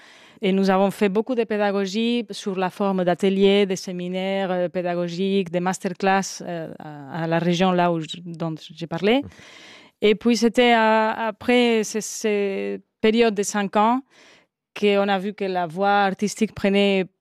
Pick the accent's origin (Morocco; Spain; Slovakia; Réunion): Spain; southern Spain; French is a second language; moved away; Nous venons de l'Espagne, tous les deux du Sud.